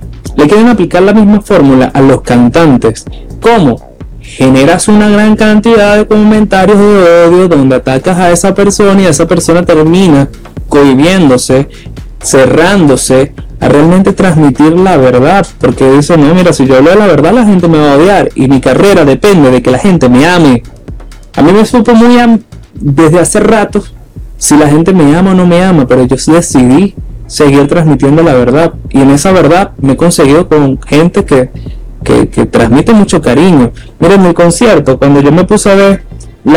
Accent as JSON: {"language": "Spanish", "country": "Venezuela", "said": "En Venezuela nosotros hemos sido los primeros que nos emocionamos cada vez que viene alguien de afuera"}